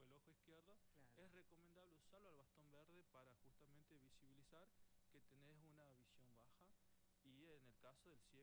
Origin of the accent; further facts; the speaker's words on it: Tucumán, Argentina; moved away as an adult; Tengo 42 años, así que vengo desde Tucumán, llegué acá en el 2024, estamos en el 2026.